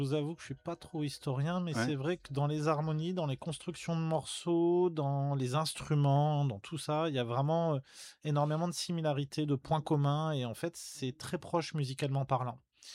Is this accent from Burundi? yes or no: no; France; Et puis aussi, nous, en tant que Français, ce qu'on appelle country, c'est pas forcément ce que les Américains appellent country.